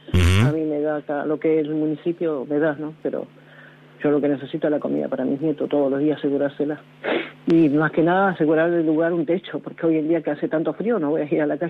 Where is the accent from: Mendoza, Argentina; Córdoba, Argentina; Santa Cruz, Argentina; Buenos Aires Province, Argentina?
Buenos Aires Province, Argentina; Garín; Sí, acá de Garín.